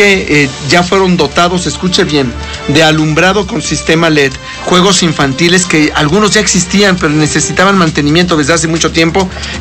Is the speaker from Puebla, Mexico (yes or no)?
yes; Puebla, Mexico; sobre todo que nosotros como poblanos también la podamos aprovechar.